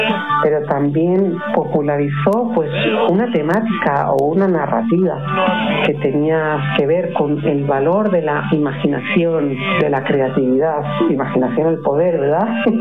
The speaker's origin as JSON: {"language": "Spanish", "town": "Pamplona", "region": "Navarre", "country": "Spain", "tie": "born or raised there", "said": "Y si yo asocio mi infancia, que yo vivía en Pamplona cuando era niña, pues recuerdo esos momentos en los que yo con mi padre y mis hermanos íbamos al cine con mis primos, ¿no? Navarros"}